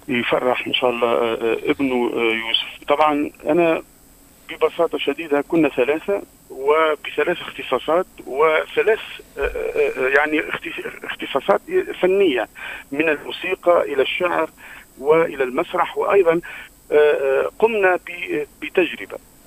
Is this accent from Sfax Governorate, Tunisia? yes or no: yes; Sfax, Sfax Governorate, Tunisia; moved away; أنا من صفاقس